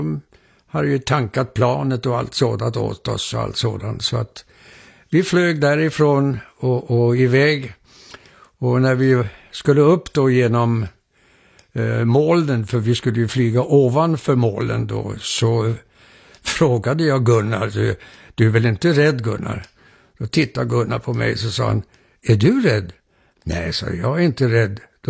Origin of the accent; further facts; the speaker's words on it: Denmark; Swedish is a second language; nej jag är inte svensk, jag är dansk medborgare.